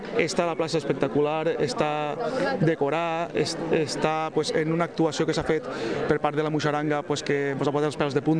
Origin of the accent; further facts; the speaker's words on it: Pego, Valencian Community, Spain; com a valencià que soc i pegolí